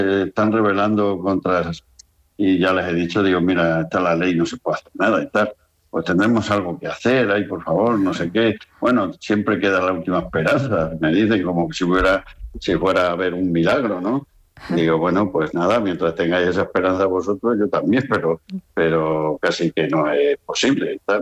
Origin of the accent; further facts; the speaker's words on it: Extremadura, Spain; moved away; Yo me siento extremeño, pero también miguelete